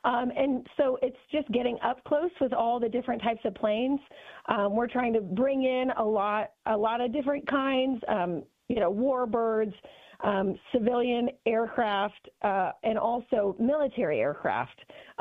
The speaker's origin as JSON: {"language": "English", "town": "Indianapolis", "region": "Indiana", "country": "United States", "tie": "born or raised there", "said": "So I grew up in Indianapolis. I was born right in Indy, and then I graduated from Carmel High School."}